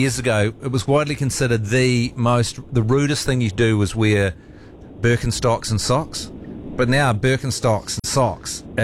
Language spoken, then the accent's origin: English; Australia; now in New Zealand; I moved here from Australia, and the term used here is dairy. In Australia, we'd say deli or delicatessen.